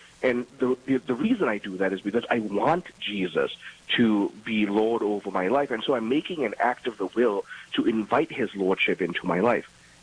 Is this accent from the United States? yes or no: no; Kuala Lumpur, Malaysia; moved away; I grew up in Malaysia, Kuala Lumpur